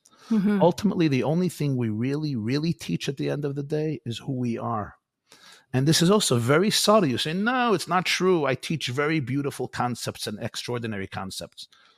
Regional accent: New York City, New York, United States; I grew up in Crown Heights, and I had the privilege of literally growing up at the feet of the Rebbe.

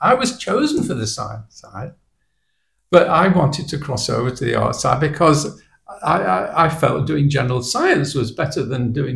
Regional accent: Manchester, North West England, United Kingdom; moved away; I came down from Manchester

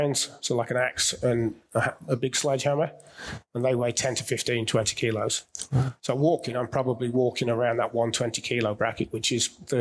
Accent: Australia; We just call it BA because we're Australian and we're a bit lazy.

